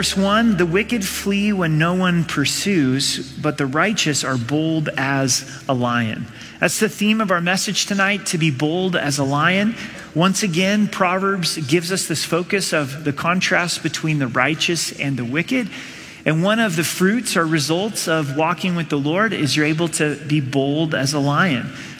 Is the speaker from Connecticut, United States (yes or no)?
no; Oregon, United States; I grew up in Southern Oregon